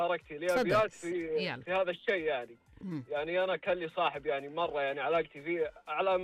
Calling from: Al Bahah Province, Saudi Arabia; جميع من منطقة الباحة.

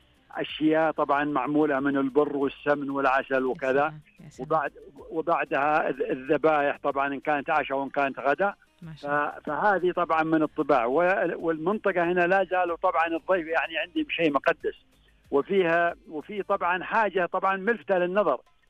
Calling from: Al Namas, Asir, Saudi Arabia; أكلمك من نماص.

